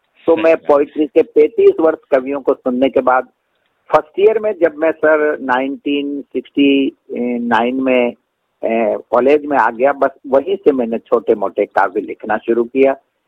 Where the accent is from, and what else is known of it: Hamirgarh, Rajasthan, India; born or raised there